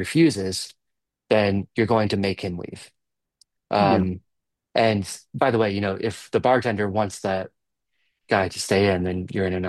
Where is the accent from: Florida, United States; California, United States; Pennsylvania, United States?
Pennsylvania, United States; Gettysburg; I grew up in Gettysburg, Pennsylvania.